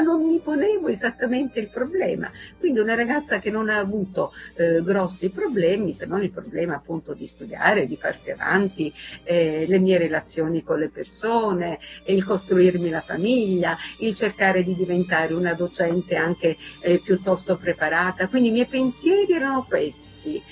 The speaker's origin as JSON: {"language": "Italian", "town": "Cosenza", "region": "Calabria", "country": "Italy", "said": "Io amo molto il dialetto, sono una cosentina, metà romana perché mia mamma era romana, una cosentina che ama molto il dialetto di Bibbo, il dialetto anche di Catanzaro."}